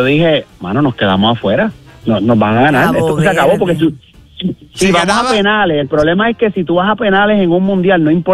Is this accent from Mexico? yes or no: no; Argentina; No, y como buen argentino quería desearle buen viaje a casa